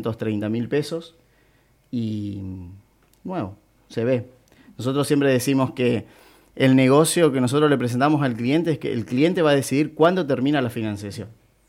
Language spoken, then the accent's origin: Spanish; Rafaela, Santa Fe, Argentina; Bueno, nosotros somos de Rafaela, allá hay Didi, con un Didi